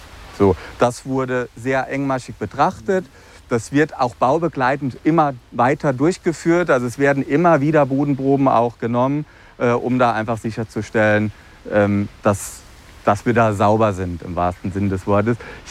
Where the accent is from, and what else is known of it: Northern Germany, Germany